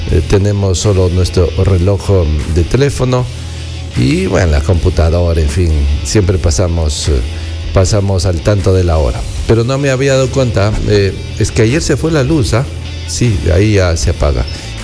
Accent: Ecuador; now in Amazon region, Ecuador; lo que somos los ecuatorianos

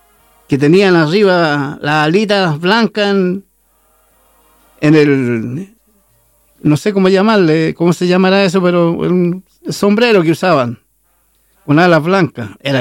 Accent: Santiago, Santiago Metropolitan Region, Chile; also born or lived in Tropezón; Yo cuando niño estudié por ahí, allá en Macul, yo era originario de Macul. Primero dicen que nací en Tropezón. De ahí me llevaron a Macul.

